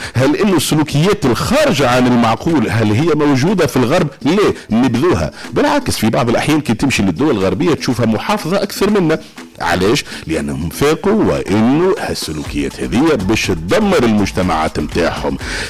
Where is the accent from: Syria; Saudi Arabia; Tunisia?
Tunisia; احنا كمجتمع تونسي